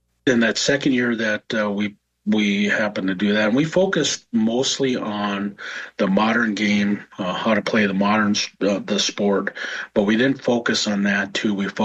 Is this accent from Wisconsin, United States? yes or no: yes; Fond du Lac, Wisconsin, United States; I grew up as … So I'm from Fond du Lac.